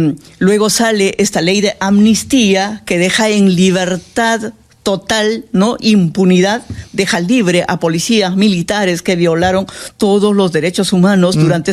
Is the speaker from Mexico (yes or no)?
no; Peru; para nosotros, para los provincianos, para los quechua hablantes